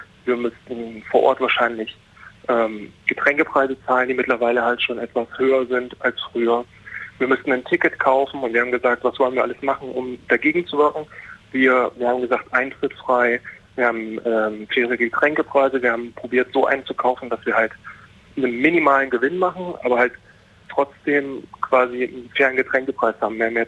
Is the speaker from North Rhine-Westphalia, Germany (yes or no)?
no; Bitterfeld-Wolfen, Saxony-Anhalt, Germany; wir kommen aus Bitterfeld-Wolfen